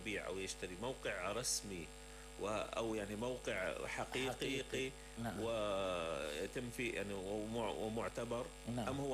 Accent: Damascus, Damascus Governorate, Syria; هذا ما شائع عندنا في دمشق

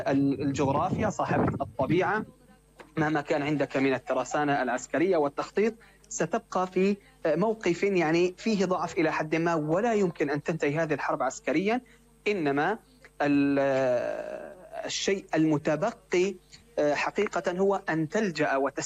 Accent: Syria; عندنا في سوريا

